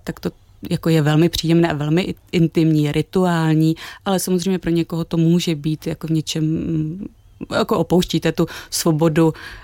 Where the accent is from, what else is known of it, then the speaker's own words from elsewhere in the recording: Ostrava, Moravian-Silesian Region, Czechia; now in Prague, Czechia; sama jsem z Ostravy a vrátila jsem se tam, když už jsem žila v Praze